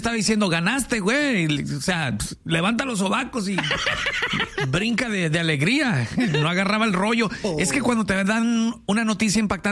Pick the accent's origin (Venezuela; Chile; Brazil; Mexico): Mexico